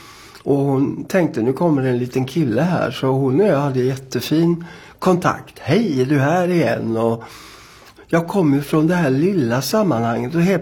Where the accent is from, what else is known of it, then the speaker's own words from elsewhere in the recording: Gävle, Gävleborg County, Sweden; Jag föddes i Gävle 1956